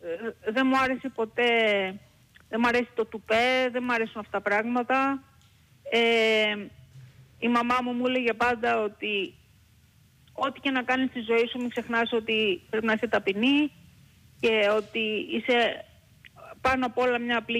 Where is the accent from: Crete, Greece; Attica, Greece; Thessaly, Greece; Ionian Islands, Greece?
Attica, Greece; Piraeus; born there; also born or lived in United States; γεννήθηκα και εγώ στον Πειραιά